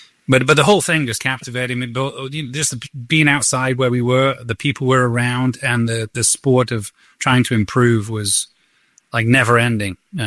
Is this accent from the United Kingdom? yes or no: yes; Northern England, United Kingdom; I mean, you know, I'm from Northern England, which is, you said you're from Missouri and kind of not the best part of Missouri, you said.